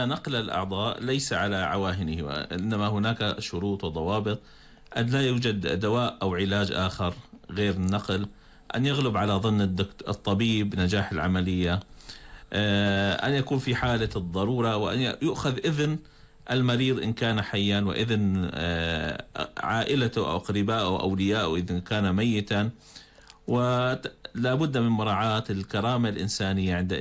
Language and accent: Arabic; Syria